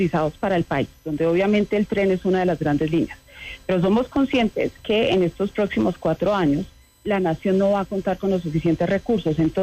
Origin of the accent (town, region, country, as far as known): Colombia